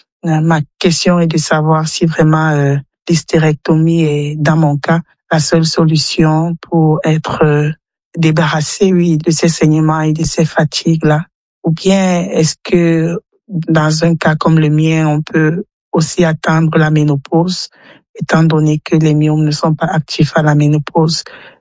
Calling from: Yaoundé, Centre, Cameroon; j'ai 45 ans, je vis à Yaoundé au Cameroun.

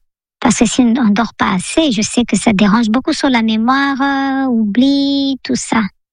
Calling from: Abidjan, Côte d’Ivoire; Bonjour, Priorité Santé. … J'habite en Côte d'Ivoire, Abidjan. J'ai 60 ans.

